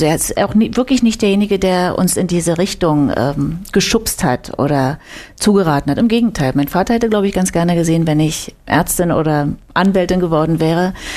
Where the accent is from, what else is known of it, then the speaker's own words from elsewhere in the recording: Brandenburg, Germany; Erstmal sind meine Schwester, meine Mutter und mein Vater und ich in der Nähe von Potsdam, haben wir da gelebt zusammen.